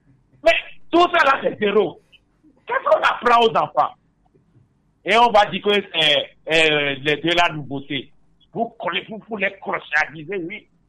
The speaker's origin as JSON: {"language": "French", "country": "Togo", "said": "Pourquoi on ne peut pas être concret en tant que Togolais un seul jour?"}